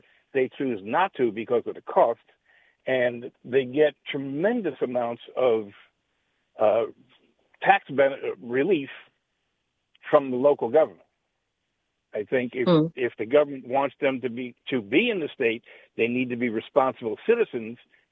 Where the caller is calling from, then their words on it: Clinton, Maryland, United States; I live in Clinton, Maryland.